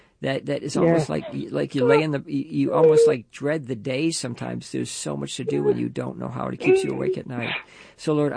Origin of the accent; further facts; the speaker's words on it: Levittown, New York, United States; now in San Francisco, United States; Perfect. I grew up in Levittown for a while, so.